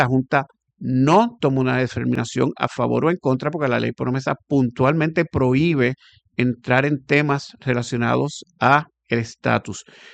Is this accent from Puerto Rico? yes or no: yes; Puerto Rico; yo honestamente como puertorriqueño